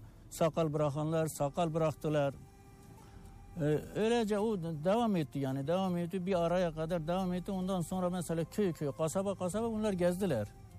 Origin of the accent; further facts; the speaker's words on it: Doğubayazıt, Ağrı Province, Turkey; born there; moved away as an adult; now in Iğdır, Turkey; ben 1954 doğumluyum. Ben Doğu Beyazıt'tan doğmuşum. Ayrancı köy nüfusuna kayıtlıyım. Şu anda ben Iğdır Karaköy köyünden ikamet ediyorum. İşte 13 seneden beri ben bu köye gelmişim.